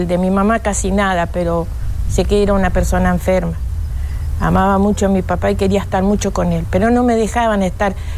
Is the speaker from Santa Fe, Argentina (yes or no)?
yes; Santa Fe, Argentina; De Santa Fe, uh-huh. Un pueblito que se llamaba Musi.